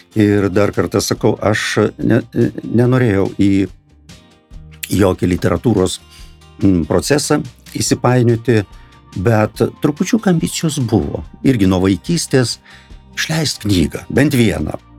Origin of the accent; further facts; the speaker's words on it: Samogitia, Lithuania; aš esu žemaičiai nedaug žodžiauja.